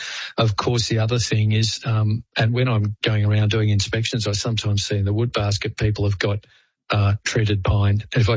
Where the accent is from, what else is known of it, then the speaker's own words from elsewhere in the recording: Melbourne, Victoria, Australia; now in Queensland, Australia; I grew up in Melbourne and had an electric blanket. Queensland, where I am now, doesn't get cold enough really